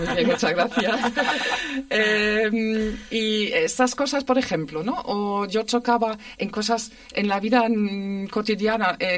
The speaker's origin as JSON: {"language": "Spanish", "country": "Germany", "second_language": "Spanish", "moved": "as an adult", "lives_now": "Spain", "said": "porque soy europea y, lo hemos dicho, soy de Alemania, con lo cual yo... Y además vine por amor"}